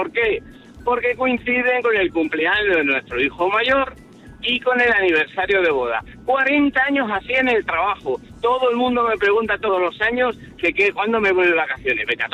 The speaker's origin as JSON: {"language": "Spanish", "town": "Málaga", "region": "Andalusia", "country": "Spain", "tie": "born or raised there", "lives_now": "Madrid, Spain", "said": "vamos desde Madrid a mi tierra natal, que soy de Málaga, pero vamos a Torre del Mar."}